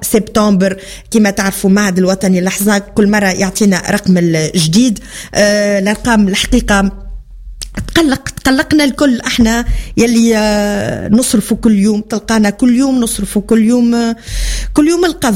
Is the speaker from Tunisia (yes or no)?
yes; Sfax, Sfax Governorate, Tunisia; هاي حذينا في صفاقس، مرحبا بكم، كلامنا لهجتنا السمحة المزيانة كما لهجات تونس الكل.